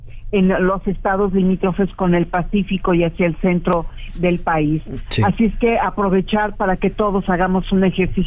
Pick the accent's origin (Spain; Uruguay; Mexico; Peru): Mexico